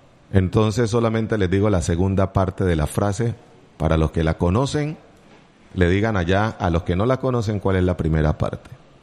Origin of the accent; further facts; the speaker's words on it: Pacific region, Colombia; born there; de los que nacimos en el Pacífico, de los que vivimos aquí